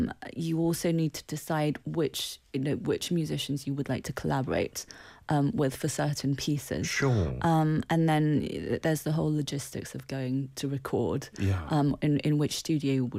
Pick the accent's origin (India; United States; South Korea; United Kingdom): South Korea; Seoul; moved away; also born or lived in Busan; So I was born in Busan. Yeah. And then moved to Seoul at age 2.